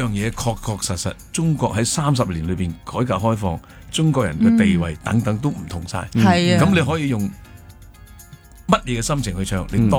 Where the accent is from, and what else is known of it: Hong Kong